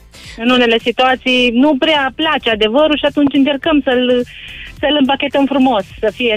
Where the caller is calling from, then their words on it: Arad, Arad County, Romania; sunt din Arad.